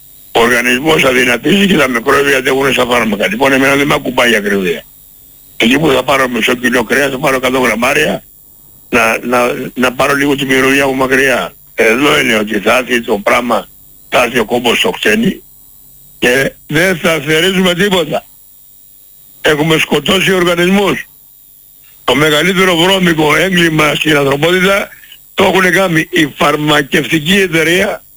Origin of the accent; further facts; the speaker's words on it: Corfu, Ionian Islands, Greece; Εγώ είμαι γέννημα Θερμακυρέως, πονάω τον τόπο.